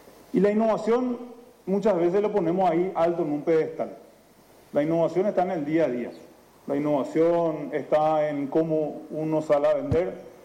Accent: Paraguay; Tenemos que nosotros mismos como paraguayos

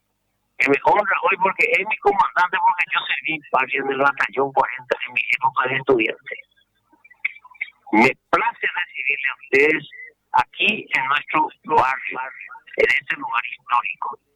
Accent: Paraguay; soy paraguayo

